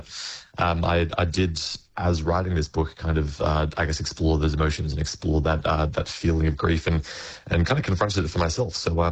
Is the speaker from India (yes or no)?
no; Byron Bay, New South Wales, Australia; It's based on a lot of my own experiences from growing up in Byron Bay, and my own experiences with grief and surfing and the sort of dangerous situations that can happen in the ocean.